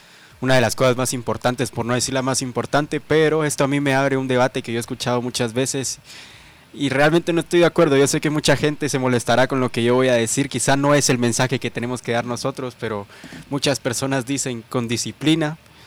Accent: Guatemala

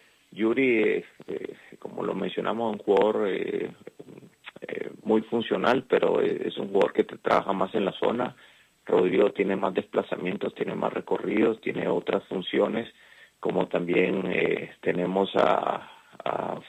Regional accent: Guatemala; also born or lived in Nicaragua; Prácticamente estoy cumpliendo 50 años de estar en Guatemala, toda una vida acá. Vine desde muy pequeño

